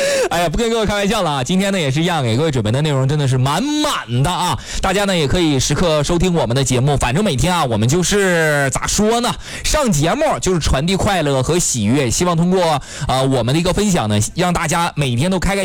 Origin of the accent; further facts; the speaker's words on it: Northeast China, China; 这个咱们东北人在一堆啊踢球我觉得次要的，主要得玩起来，